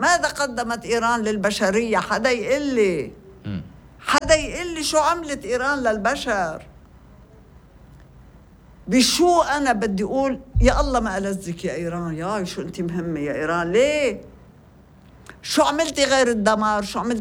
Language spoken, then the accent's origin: Arabic; Lebanon